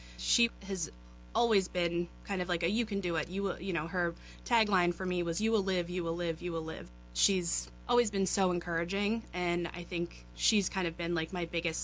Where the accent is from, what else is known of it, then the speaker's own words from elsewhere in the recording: Marshfield, Massachusetts, United States; moved away; I grew up in Marshfield. I love Marshfield. It's a place that I kind of keep close to my heart. It's on the beach.